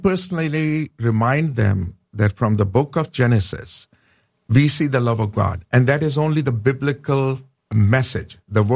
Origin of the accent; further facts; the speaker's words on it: Pakistan; Sure. Born and raised in Pakistan. My dad was a former Muslim, studied there, served there, studied in South Korea, and then the U.S.